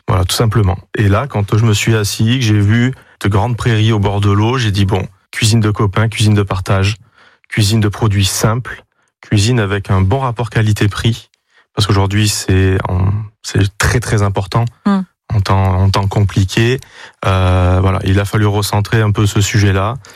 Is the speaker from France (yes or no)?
yes; Auvergne-Rhône-Alpes, France; now in Bordeaux, France; moi, je viens d'Ardèche à la base, ouais. je suis arrivé sur Bordeaux il y a une vingtaine d'années